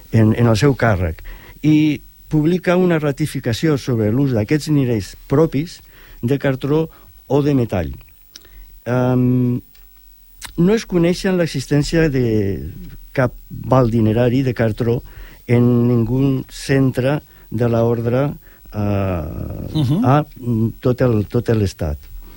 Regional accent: Barcelona, Catalonia, Spain; born there; now in Sant Boi de Llobregat, Spain; vaig néixer a Barcelona i fa molts anys, dècades, que visc a Sant Boi.

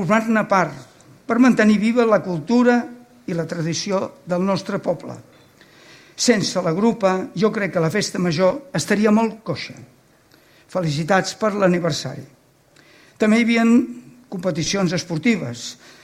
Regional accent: Cubelles, Catalonia, Spain; la meva implicació i compromís amb el meu poble, Cubelles, i la seva gent al llarg de la meva existència

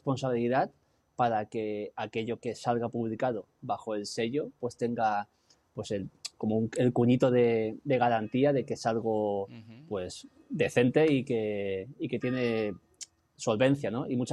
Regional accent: Alicante, Valencian Community, Spain; now in Gran Canaria, Spain; como yo, un alicantino

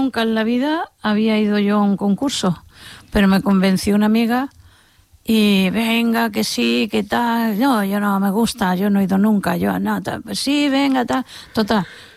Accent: La Línea de la Concepción, Andalusia, Spain; Yo soy de Cádiz, de La Línea, y dicen que allí hay un arte para esto.

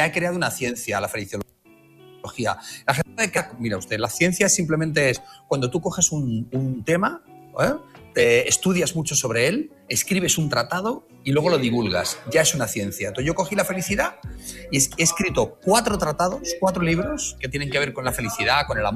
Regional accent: Marbella, Andalusia, Spain; yo soy de Marbella y en Málaga es donde acabamos de inaugurar un espacio precioso

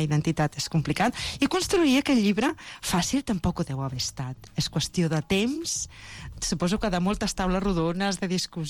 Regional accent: Catalonia, Spain

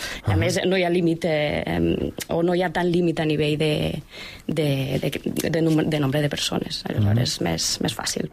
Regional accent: La Seu d'Urgell, Catalonia, Spain; also born or lived in Montferrer; soc de Montferrer, però soc nascuda a la Seu, he viscut a la Seu, la meva mare viu a la Seu

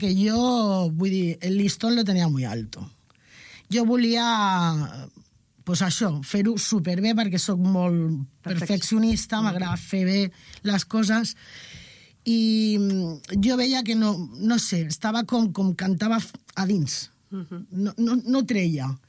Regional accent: Barcelona, Catalonia, Spain; born there; Jo vaig néixer a Barcelona. Uh-huh. Soc de mare granaïna, uh-huh, i pare català.

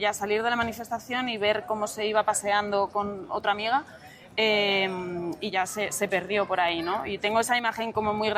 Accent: Segovia, Castile and León, Spain; Sí, yo soy de Segovia

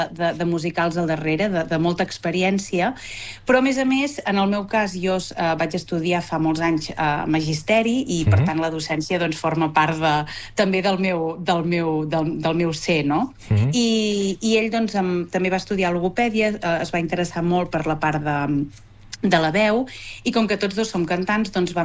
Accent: Olot, Catalonia, Spain; Com que jo sóc d'Olot

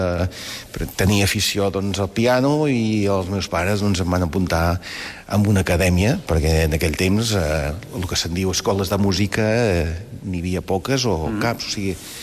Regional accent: Banyoles, Catalonia, Spain; moved away as an adult; Jo sóc de Banyoles.

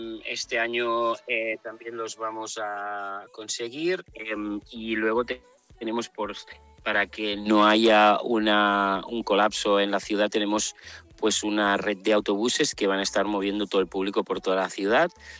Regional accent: Vilanova i la Geltrú, Catalonia, Spain; nosotros somos de Vilanova i la Geltrú. Crecimos en Vilanova i la Geltrú

